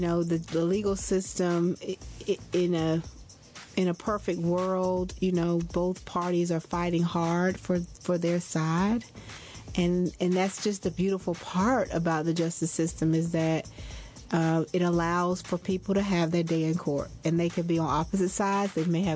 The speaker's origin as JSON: {"language": "English", "town": "Jacksonville", "region": "Florida", "country": "United States", "tie": "born or raised there", "moved": "as an adult", "lives_now": "Albany, United States", "said": "I practiced a little bit in Florida, my hometown, Jacksonville."}